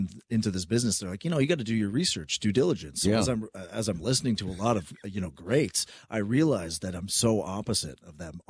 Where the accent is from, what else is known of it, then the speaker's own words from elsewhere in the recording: Toronto, Ontario, Canada; obviously I grew up in Toronto. That was my formative years.